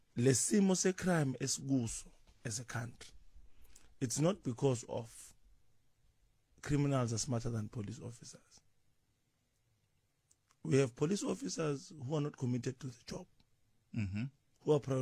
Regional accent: South Africa; I believe ukuthi as a South African it's my duty. As a South African it's my duty to make sure that our home stays our home.

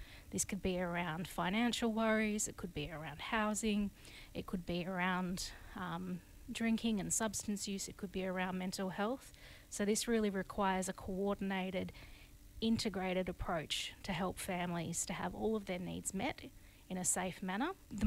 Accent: Melbourne, Victoria, Australia; also born or lived in Western Australia; I'm a Noongar woman, originally from southern WA, but I grew up on Wurundjeri country in Naam.

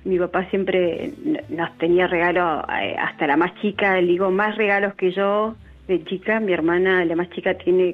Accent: Buenos Aires, Argentina; born there; compraba el regalo en Buenos Aires, porque yo soy nacida en Capital.

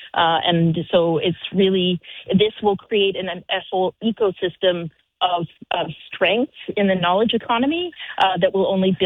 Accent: Canada; it was the right decision to come back to Canada. I am Canadian

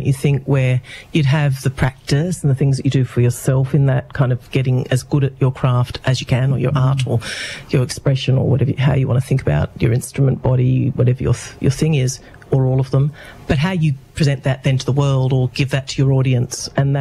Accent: Canberra, Australian Capital Territory, Australia; you were asking me about my childhood, what was it like growing up in Canberra

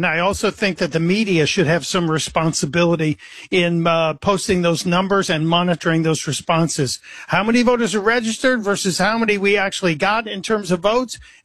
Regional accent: Chicago, Illinois, United States; growing up as a Chicagoan

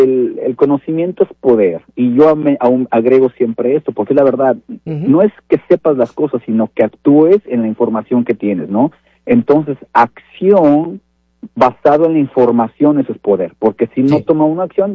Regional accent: Mexico; parece que me vengo a retirar, soy mexicano, pero quiero retirarme aquí

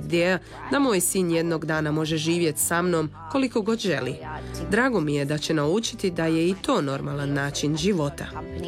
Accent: Perth, Western Australia, Australia; now in Croatia; Rođena sam i odrasla u Perthu. Volim Perth i još ga uvijek smatram jednim od najljepših gradova na svijetu.

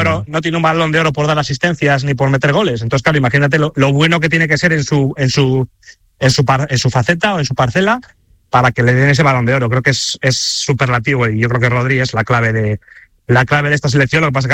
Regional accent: Spain; aprovechando que estamos en la final, que somos españoles

